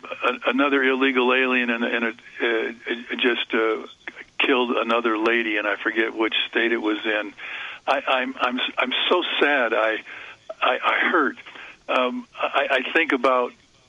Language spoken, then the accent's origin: English; United States; And I sit here as an American citizen, but as a person of the world, that I've traveled the world